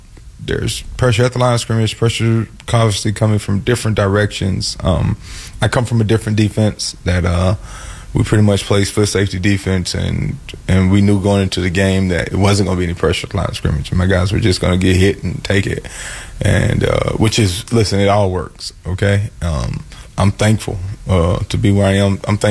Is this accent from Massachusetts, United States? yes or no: no; Mississippi, United States; also born or lived in Hamilton, Ontario; I'm from Mississippi.